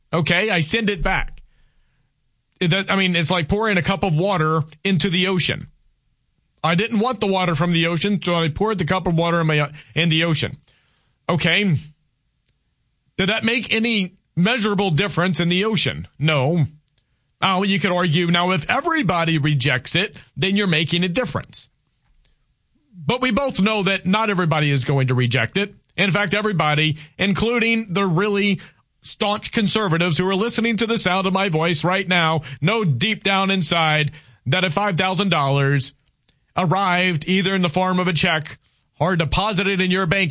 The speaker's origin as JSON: {"language": "English", "region": "Louisiana", "country": "United States", "said": "You do remember where I was born and where I grew up, right? You do remember that, yes?"}